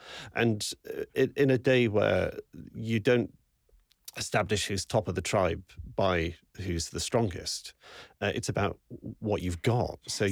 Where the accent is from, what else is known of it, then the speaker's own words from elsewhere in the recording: Yorkshire and the Humber, United Kingdom; now in Scotland, United Kingdom; I'm a Yorkshireman who has lived most of my life in Scotland